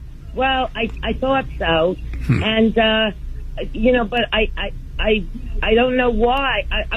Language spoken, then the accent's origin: English; New York, United States; I'm 69. I was born and brought up in New York. And when I went to school, it was multicultural.